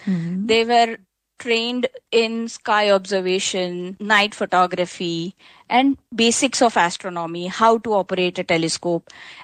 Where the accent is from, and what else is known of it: Mumbai, Maharashtra, India; born or raised there